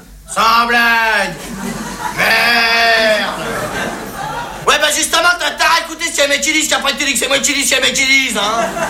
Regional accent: France; je suis bien blasé, hein, je suis français

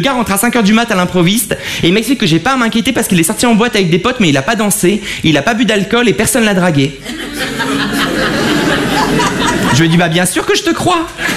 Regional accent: Avion, Hauts-de-France, France; born there

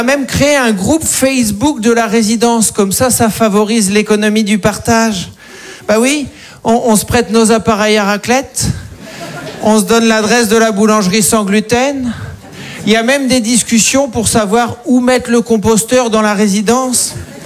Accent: Caen, Normandy, France; also born or lived in Paris; Et moi, je viens de Caen, j'ai habité 10 ans à Paris, et là, je viens de déménager en banlieue.

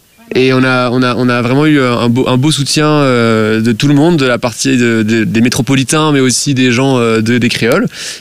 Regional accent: Réunion; first language Réunion Creole; French is a second language; vraiment envie de même créer un spectacle en créole, histoire de me défier un peu aussi à renouer avec ma langue natale.

